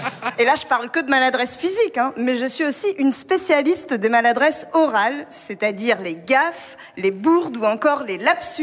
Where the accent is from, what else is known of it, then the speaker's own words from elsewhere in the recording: Hauts-de-France, France; accent: ch'ti; je suis ch'ti.